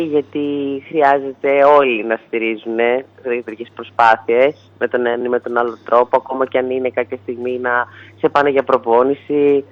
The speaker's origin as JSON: {"language": "Greek", "town": "Athens", "region": "Attica", "country": "Greece", "tie": "born or raised there", "said": "Ζω στην Αθήνα, να φανταστείτε. Μεγάλωσα βασικά στην Αθήνα."}